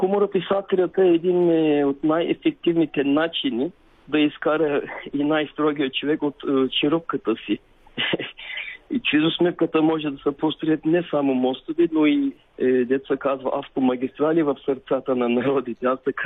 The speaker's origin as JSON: {"language": "Bulgarian", "town": "Aytos", "region": "Burgas Province", "country": "Bulgaria", "tie": "born or raised there", "also_born_or_lived": "Boyno, near Ardino, Kardzhali Province", "said": "Аз съм роден в село Бойно, близо до Ардино, но съм израснал в Айтос."}